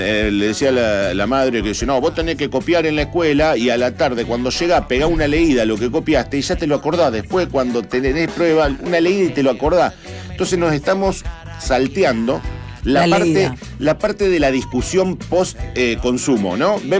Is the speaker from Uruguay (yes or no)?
no; Argentina; yo soy argentino